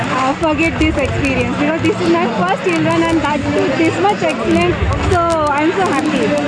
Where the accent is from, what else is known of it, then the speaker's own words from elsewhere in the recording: Jaipur, Rajasthan, India; मैं जयपुर से हूँ।